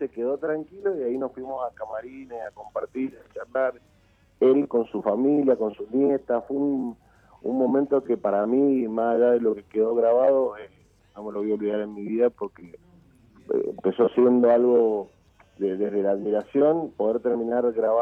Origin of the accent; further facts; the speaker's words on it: Mendoza, Argentina; siendo músico y siendo mendocino